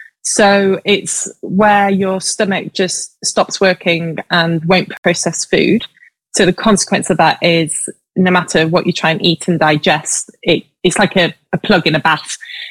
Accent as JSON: {"language": "English", "town": "Macclesfield", "region": "North West England", "country": "United Kingdom", "tie": "born or raised there", "also_born_or_lived": "Cambridge", "moved": "as an adult", "said": "So I'm a northern girl. I was born in Macclesfield, just south of Manchester, and spent my childhood there before moving down to Cambridge for uni."}